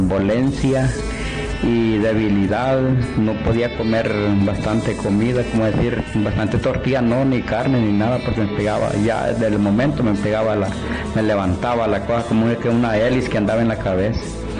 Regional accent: Esquías, Comayagua, Honduras; Yo vengo de Esquías.

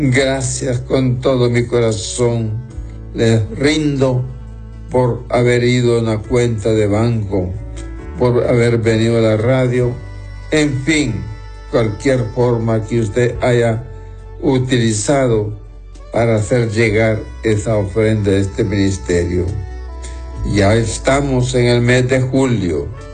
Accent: Honduras; hoy somos los hondureños los responsables

